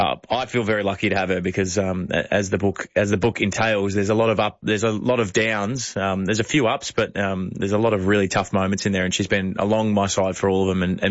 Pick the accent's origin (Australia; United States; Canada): Australia; Phillip Island, Victoria; now in Sydney, Australia; So we grew up near enough to each other. I'm from Phillip Island.